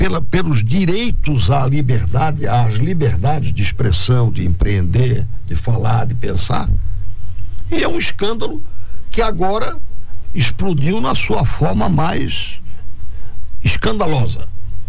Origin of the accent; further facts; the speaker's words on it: Santa Catarina, Brazil; Eu sou de Santa Catarina no sentido mais amplo da palavra. Eu pertenço a Santa Catarina, ao estado de Santa Catarina, a gente catarinense.